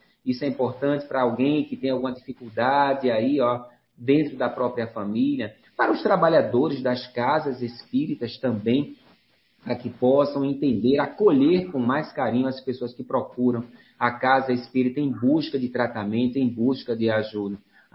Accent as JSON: {"language": "Portuguese", "region": "Rio de Janeiro", "country": "Brazil", "tie": "born there", "said": "Nasci no Rio. Meu coração é paulista, mas minha alma é mineira."}